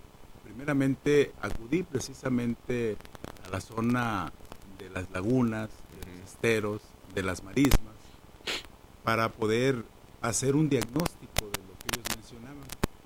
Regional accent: Mexcaltitán, Nayarit, Mexico; estoy hablando de la zona de Mezcalvitán, de mi pueblo de origen

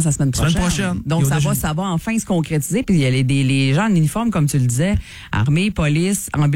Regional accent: Saint-Félix-d'Otis, Quebec, Canada; Ça va être chez nous à Saint-Félix-d'Otis.

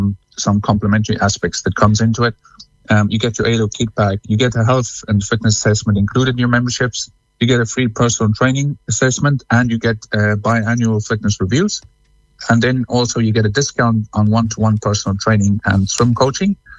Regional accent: South Africa; now in Cong, Ireland; No, I'm originally from South Africa, I suppose.

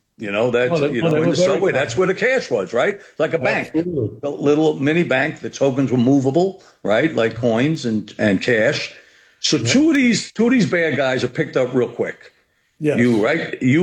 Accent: New York City, New York, United States; as a son of the Bronx, I think we picked up a lot of intuitive developmental traits, right?

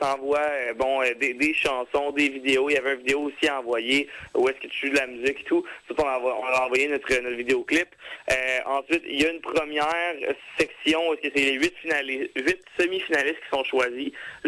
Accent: Quebec, Canada; Il y avait aussi une performance à l'Asso, mais là, l'Asso, on l'avait aussi à cause qu'on est des Québécois.

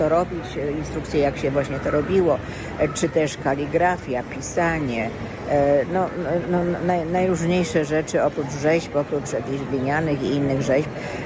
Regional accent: Kraków, Lesser Poland, Poland; now in Sydney, Australia; ja jestem z Krakowa

